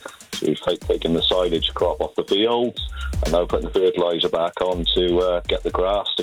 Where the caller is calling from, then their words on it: Abergavenny, Wales, United Kingdom; I'm sat on my tractor in Abergavenny spreading fertiliser.